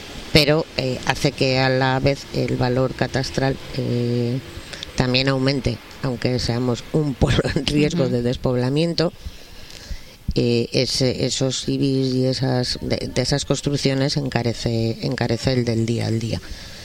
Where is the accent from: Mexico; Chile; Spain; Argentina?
Spain; Terán, Cantabria; born or raised there